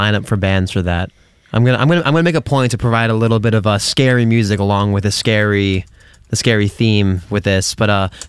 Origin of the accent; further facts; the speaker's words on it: Massachusetts, United States; especially for someone who's a native of Massachusetts. I was born near Salem and Beverly, and...